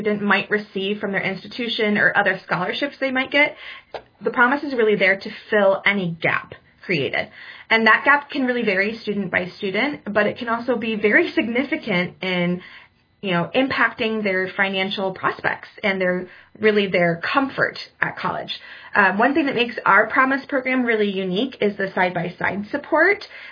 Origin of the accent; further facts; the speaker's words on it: Michigan, United States; she'll be headed actually down to my hometown in Western Michigan University.